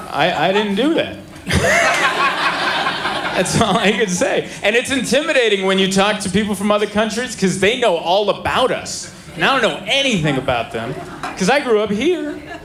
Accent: United States; The only weird part of being out there is being the American.

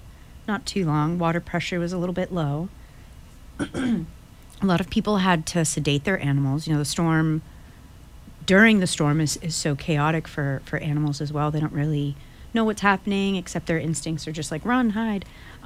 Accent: Florida, United States; now in Kauai, United States; I come from Florida most of my life

